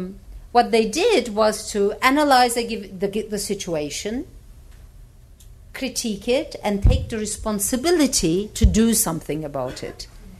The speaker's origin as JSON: {"language": "English", "region": "Tunceli Province", "country": "Turkey", "said": "if I'm, let's say, from Dersim, and I am from Dersim, you know, they would be mostly educated"}